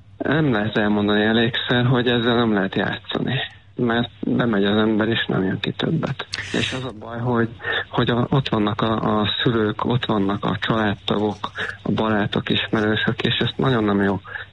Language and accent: Hungarian; Hungary; moved away; Én a Balatonnál nőttem fel. Nagyjából egy 30 évet éltem ott a közelében. De visszajárunk minden évben.